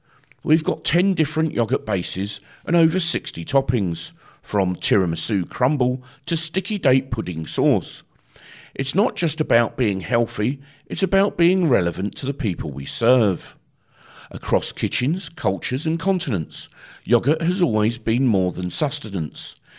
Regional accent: England, United Kingdom; See, I say yogurt because I'm English.

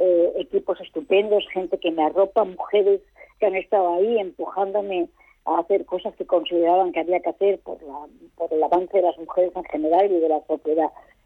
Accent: Gijón, Asturias, Spain; born or raised there; also born or lived in San Sebastián

